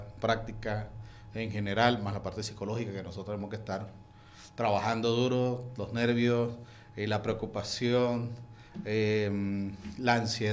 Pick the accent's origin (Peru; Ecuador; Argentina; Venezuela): Venezuela; Venezuelan Andes; now in Mérida, Venezuela